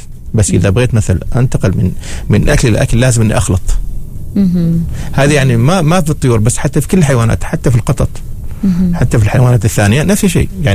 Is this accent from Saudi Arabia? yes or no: yes; Saudi Arabia; يعني مثل عندنا في المملكة العربية السعودية.